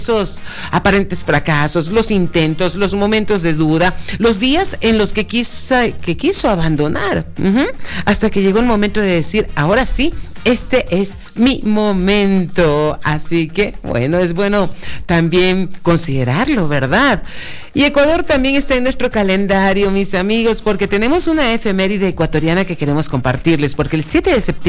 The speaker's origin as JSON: {"language": "Spanish", "country": "Panama", "said": "Panamá, un beso a mi tierra también hermosa, puente del mundo, corazón del universo"}